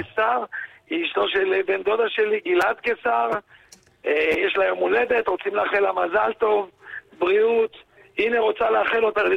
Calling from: Petah Tikva, Central District, Israel; אנחנו מפתח תקווה

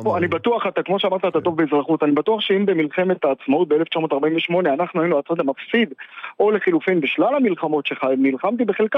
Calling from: Yavne, Central District, Israel; אני מיבנה.

